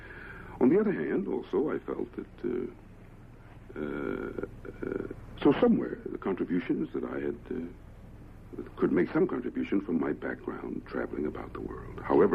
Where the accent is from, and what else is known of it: United States